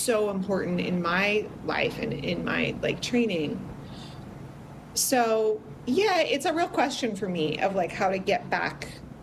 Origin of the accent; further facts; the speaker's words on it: California, United States; moved away; also born or lived in New York; I grew up in rural California, like a mountain in the foothills of the Sierras in California.